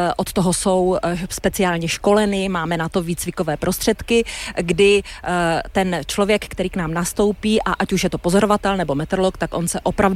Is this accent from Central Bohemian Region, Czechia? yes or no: no; Holešov, Zlín Region, Czechia; pocházím z plachtařské rodiny a strávila jsem své dětství na letišti v Holešově